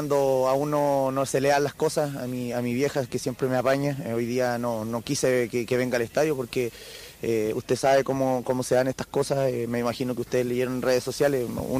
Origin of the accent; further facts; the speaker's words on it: Los Muermos, Los Lagos, Chile; Me duele porque es mi pueblo